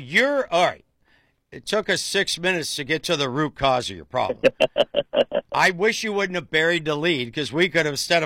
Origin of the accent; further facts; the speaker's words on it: Uhrichsville, Ohio, United States; born there; It's not my fault that I was born in Eurexville, Ohio.